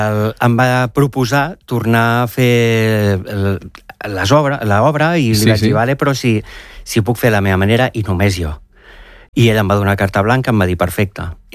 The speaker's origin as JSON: {"language": "Catalan", "town": "Badalona", "region": "Catalonia", "country": "Spain", "tie": "born there", "also_born_or_lived": "Premià de Mar", "said": "jo sóc fill de Badalona, jo vaig néixer a Badalona."}